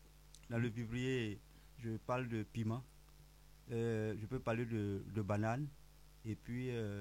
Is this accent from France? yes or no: no; Dimbokro, Lacs, Côte d’Ivoire; Je suis originaire de Dimokro.